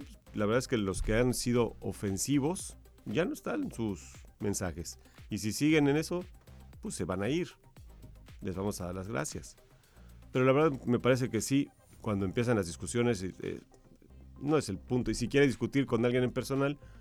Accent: Cancún, Quintana Roo, Mexico; somos ciudadanos de Cancún

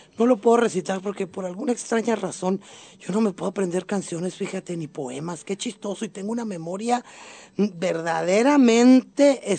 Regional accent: Monterrey, Nuevo León, Mexico; Como toda una oaxaqueña con una falda color celeste, como decimos en Monterrey, porque luego en otras partes del mundo, no, de México, no saben esos colores

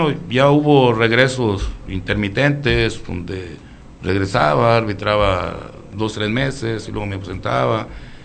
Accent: Mexico; yo aunque soy de la Santa Teresita.

